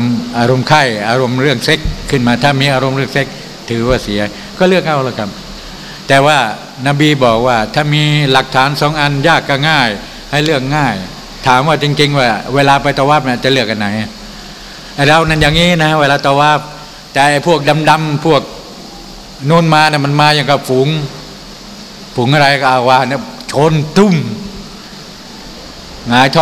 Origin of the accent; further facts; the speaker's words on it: Chachoengsao, Thailand; also born or lived in Bangkok; ผมเป็นคนฉะเชิงเทราไม่มีเลือดใต้เลือดอะไรทั้งสิ้นนะฮะแต่ว่าไอ้ต้นตระกูลมาจากไหนผมไม่รู้